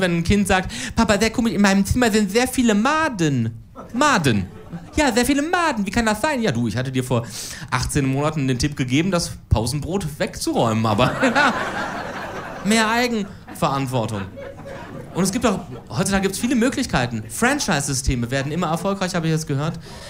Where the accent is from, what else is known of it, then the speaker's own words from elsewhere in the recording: Cologne, North Rhine-Westphalia, Germany; ich als Kölner zwar irgendwann in Köln leben werde